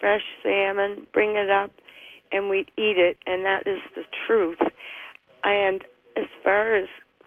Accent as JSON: {"language": "English", "area": "the Miramichi", "region": "New Brunswick", "country": "Canada", "tie": "born or raised there", "lives_now": "Moncton, Canada", "said": "New Brunswick, the place that I call home. We grew up on the Miramichi"}